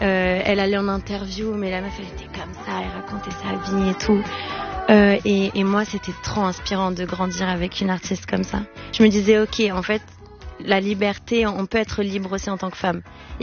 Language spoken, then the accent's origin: French; Brazil; now in France; Et pour moi, c'est important de moi en tant que Brésilienne en France de pouvoir aussi les mettre en avant.